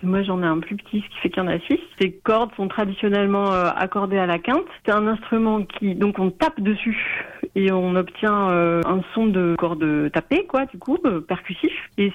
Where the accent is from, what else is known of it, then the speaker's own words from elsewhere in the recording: Nouvelle-Aquitaine, France; Moi, comme j'ai grandi au Pays Basque, donc qui n'est pas du tout loin de l'Occitanie.